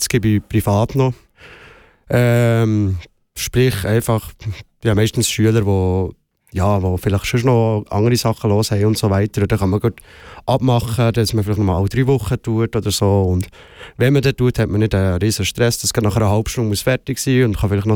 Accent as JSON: {"language": "German", "town": "Steffisburg", "region": "Bern", "country": "Switzerland", "tie": "born or raised there", "lives_now": "Gunten, Switzerland", "said": "aufgewachsen in Steffisburg. Momentan wohne ich zu Gunten"}